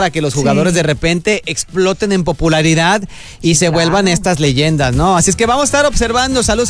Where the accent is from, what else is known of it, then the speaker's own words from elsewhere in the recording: Mexico; uno como mexicano pues tiende a escuchar y a ver y a saber de su país